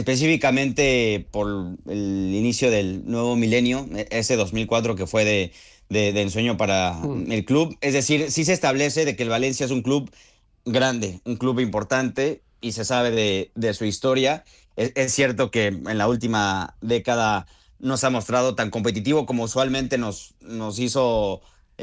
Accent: Mexico; now in Spain; también un juicio en el que debemos ser también autocríticos como prensa mexicana

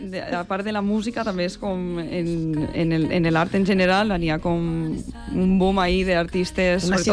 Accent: Benissa, Valencian Community, Spain; Jo sóc de Benissa.

